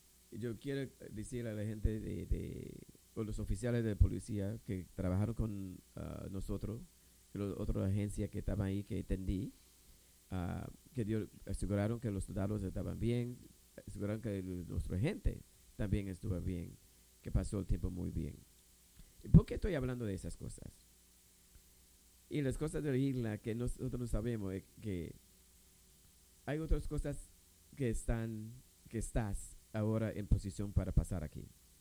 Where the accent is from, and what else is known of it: U.S. Virgin Islands